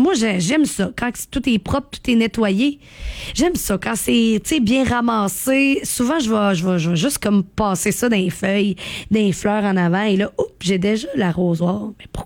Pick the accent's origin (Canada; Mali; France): Canada; Quebec; Hey, on est des Québécois.